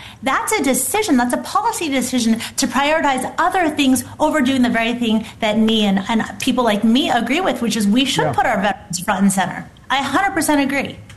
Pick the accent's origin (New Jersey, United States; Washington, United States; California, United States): California, United States; Like in my home state of California